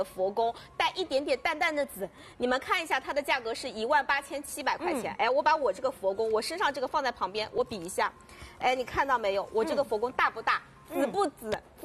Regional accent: China; 对，所以你说紫色的话是我们中国人的帝王色，是大家都觉得高贵的颜色，

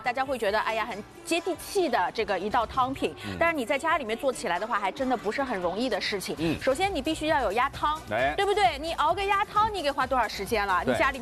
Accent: Shanghai, China

